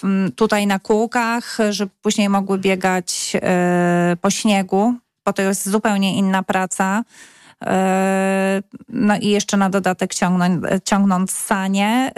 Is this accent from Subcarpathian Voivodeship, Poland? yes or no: yes; Subcarpathian Voivodeship, Poland; moved away; Tak, przyjechałam z Podkarpacia w 2006 roku.